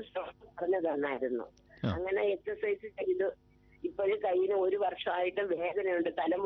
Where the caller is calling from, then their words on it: Peyad, Kerala, India; ഞാൻ പേയാട് നിന്നാണ്.